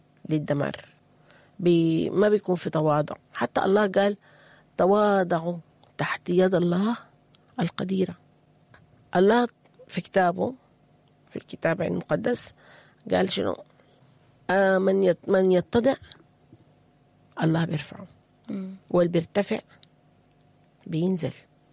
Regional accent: Sudan; moved away; في بلدنا السودان

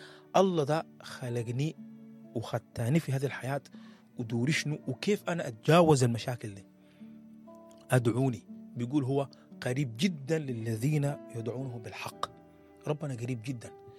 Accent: Sudan; كسوداني بنحب الاجتماعيات

